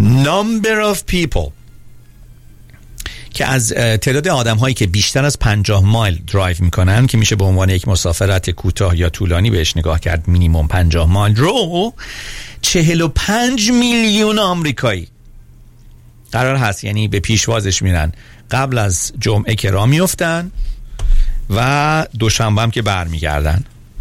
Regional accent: Iran; من از وقتی که تو ایران بزرگ شدم

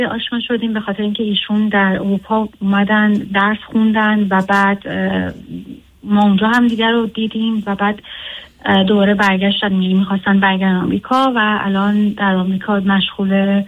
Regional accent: Iran; یه مقدار جامعه‌ای که من توش بزرگ شده بودم، خب من توی ایران بزرگ شدم

